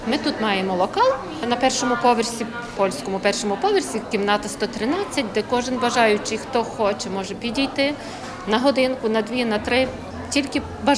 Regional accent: Chernivtsi Oblast, Ukraine; now in Poland; це я з Чернівецької області

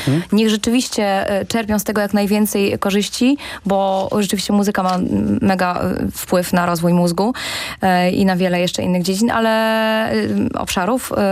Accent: Warmian-Masurian Voivodeship, Poland; moved away; Ja mieszkałam, właśnie pochodzę z małego miasta, spod Olsztyna.

